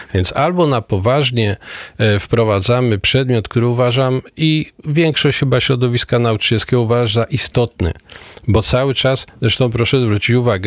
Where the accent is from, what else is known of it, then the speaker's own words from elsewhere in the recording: Lesser Poland, Poland; Mówię u nas w Galicji, no bo wiadomo, Kraków był częścią szczęśliwej Austrii.